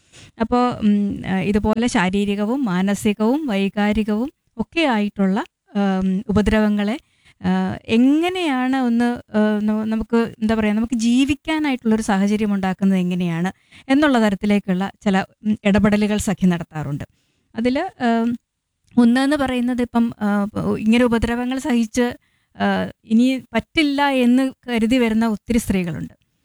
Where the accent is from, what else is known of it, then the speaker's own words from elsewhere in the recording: Kottayam, Kerala, India; now in Thiruvananthapuram, India; ഞാൻ കോട്ടയത്തുനിന്ന് തിരുവനന്തപുരത്ത് വന്ന് താമസിക്കുന്ന ആളാണ്.